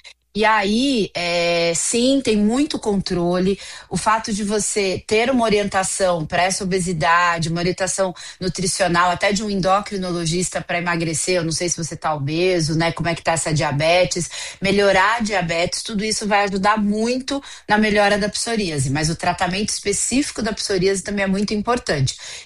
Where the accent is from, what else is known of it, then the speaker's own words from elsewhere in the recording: Araraquara, São Paulo, Brazil; eu sou de Araraquara, minha família inteira é de Araraquara